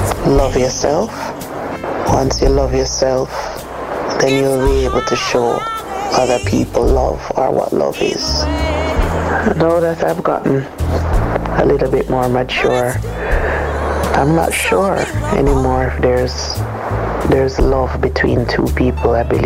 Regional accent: Jamaica; We're from Jamaica.

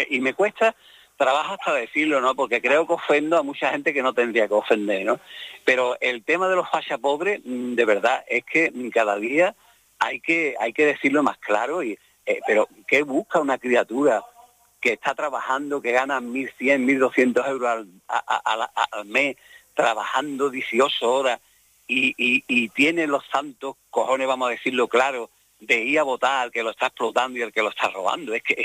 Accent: Dos Hermanas, Andalusia, Spain; en Dos Hermanas, en mi tierra

